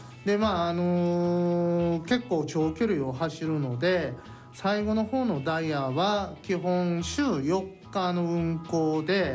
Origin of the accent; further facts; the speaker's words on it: Osaka, Japan; born there; now in Abashiri, Japan; なぜか網走に住み着いてしまった大阪生まれのおっちゃん2人がお送りする番組です。